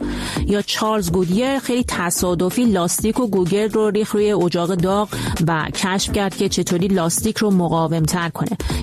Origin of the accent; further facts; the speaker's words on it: Iran; بله ما ایرانی ها یه هدیه فرهنگی به کل دنیا دادیم